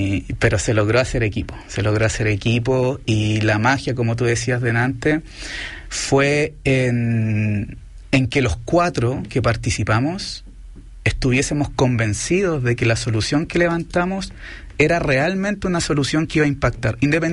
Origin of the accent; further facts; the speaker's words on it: Valdivia, Los Ríos, Chile; Quería que sepan que en el sur de Chile, no lo dije, pero soy del sur, soy de Valdivia